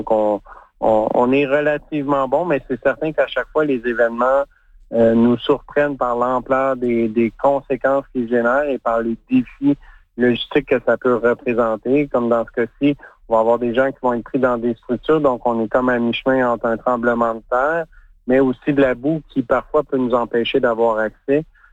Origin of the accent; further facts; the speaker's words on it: Canada; plus près de chez nous au Canada